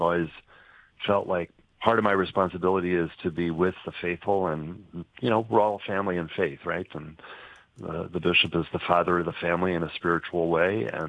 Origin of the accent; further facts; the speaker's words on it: Omaha, Nebraska, United States; I grew up in Omaha, so I didn't have that much interaction with him